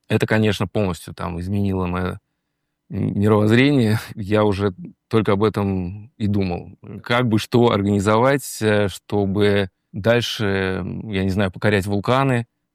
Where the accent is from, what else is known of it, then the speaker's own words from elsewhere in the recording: Kamchatka Krai, Russia; Как ты правильно сказал, я родился на Камчатке, прожил первую часть своей жизни там.